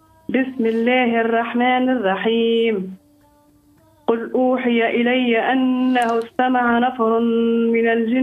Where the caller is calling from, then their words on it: Regueb, Sidi Bouzid, Tunisia; من الرقيم.